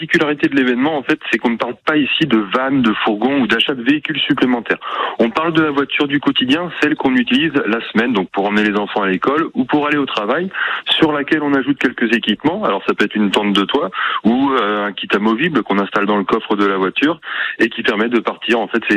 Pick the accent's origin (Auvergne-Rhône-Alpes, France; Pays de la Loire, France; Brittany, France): Brittany, France; Je suis breton moi